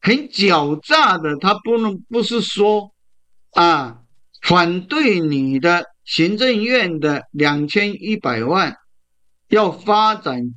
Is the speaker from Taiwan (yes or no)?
yes; Taiwan